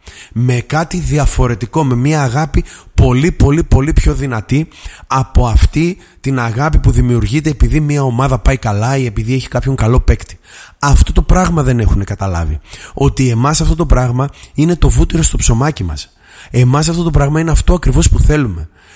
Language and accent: Greek; Greece